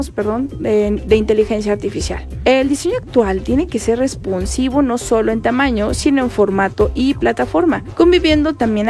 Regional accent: Mexico; de aquí, sí, de la Ciudad de México y de nuestro país

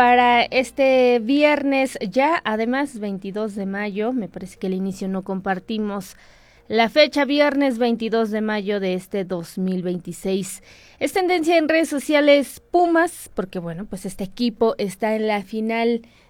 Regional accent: Mexico

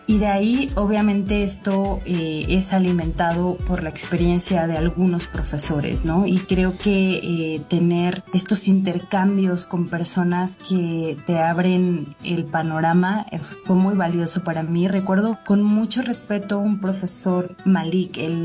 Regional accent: Pachuca, Hidalgo, Mexico; Yo soy originaria de Pachuca

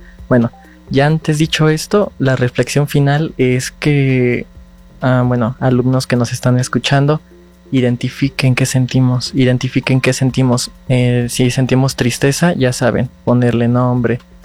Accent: Mexico; como mexicanos vamos a crecer

